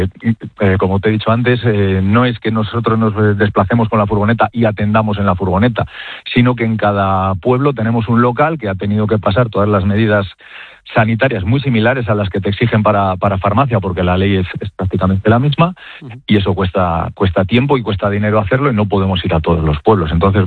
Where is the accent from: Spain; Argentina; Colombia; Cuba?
Spain; Mayorga, Castile and León; Mayorga, que es mi pueblo